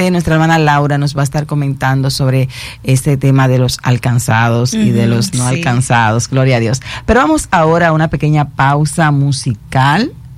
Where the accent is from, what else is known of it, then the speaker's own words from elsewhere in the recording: Santo Domingo, Dominican Republic; now in La Romana, Dominican Republic; Porque aquí en Romana, por ejemplo, yo soy de Santo Domingo, por aquí en Romana, tú encuentras una iglesia en cada esquina.